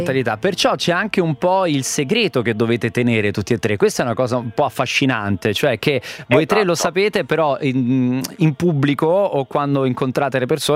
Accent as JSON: {"language": "Italian", "region": "Lazio", "country": "Italy", "said": "Insomma, io sono dei Castelli."}